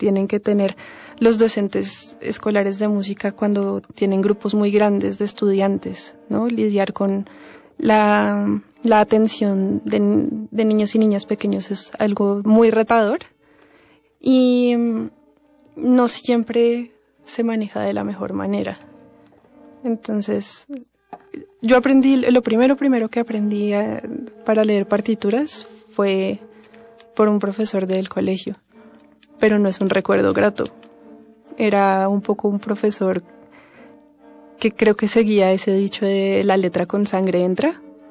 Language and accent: Spanish; Bogotá, Colombia; born there; Yo nací en Bogotá, que es la capital de Colombia, en una familia con un padre melómano que tenía una colección de discos bastante grande.